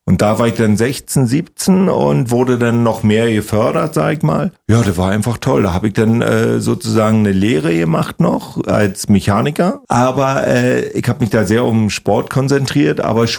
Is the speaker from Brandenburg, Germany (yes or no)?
yes; Briesen, Brandenburg, Germany; also born or lived in Bad Saarow / Fürstenwalde; Ich bin ja in Bad Saarow geboren, dann in Briesen sozusagen groß geworden, das ist gleich so ein Dorf daneben und dann irgendwann nach Fürstenwalde gegangen. Und als ich nach Fürstenwalde gegangen bin, das war 79, glaube ich